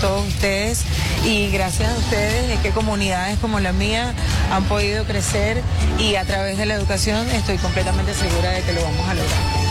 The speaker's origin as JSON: {"language": "Spanish", "town": "Caracas", "region": "Capital District", "country": "Venezuela", "tie": "born or raised there", "said": "que nací y me crié en la Cota 905"}